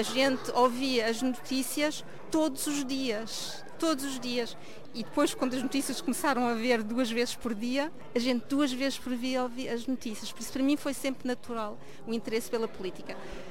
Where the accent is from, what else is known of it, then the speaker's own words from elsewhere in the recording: Luxembourg; also born or lived in Portugal; É um orgulho enquanto migrante portuguesa, mas também como portuguesa simplesmente.